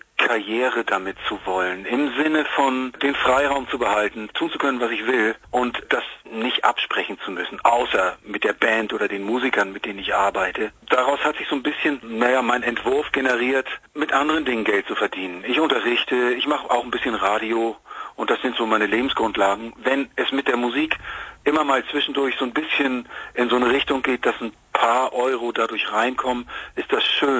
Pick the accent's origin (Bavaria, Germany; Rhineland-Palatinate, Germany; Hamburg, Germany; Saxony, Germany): Hamburg, Germany; Und ich meine, ich komme ja aus Hamburg